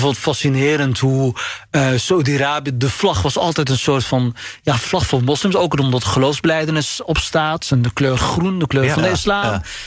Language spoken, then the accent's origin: Dutch; Netherlands; Maar ik spreek Nederlands, ben hier opgegroeid. Ik heb van de cultuur meegekregen. En dat maakt mij Nederlands.